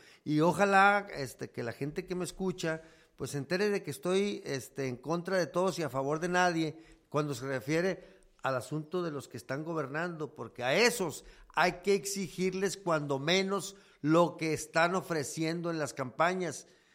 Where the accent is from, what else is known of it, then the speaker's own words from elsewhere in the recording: Mexico; nosotros como mexicanos